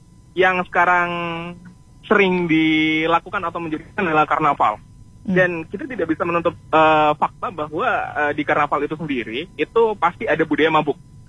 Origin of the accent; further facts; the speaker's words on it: East Java, Indonesia; saya juga asalnya dari Kabupaten Malang